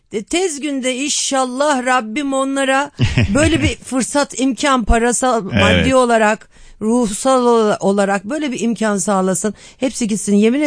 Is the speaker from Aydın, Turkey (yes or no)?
no; Afyon, Afyonkarahisar, Turkey; also born or lived in Istanbul; Çocukluğum Afyon'da geçti.